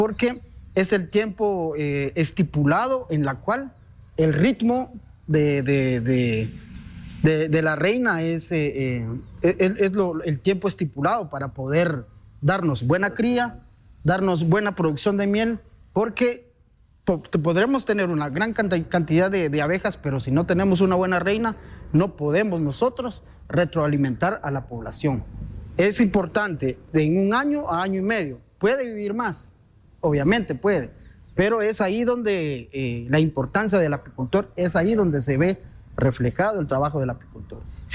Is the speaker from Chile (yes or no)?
no; San Juan La Laguna, Sololá, Guatemala; como bien lo mencionaban. Soy originario de San Juan La Laguna.